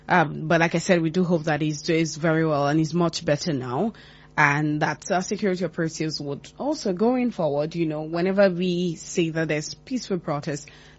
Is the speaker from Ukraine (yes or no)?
no; Nigeria